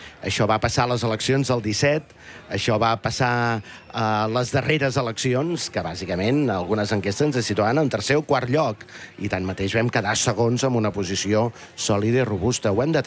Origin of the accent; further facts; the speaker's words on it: Terrassa, Catalonia, Spain; I m'agrada molt, perquè jo sóc un terrassenc, pare de Terrassa, mare de Sabadell.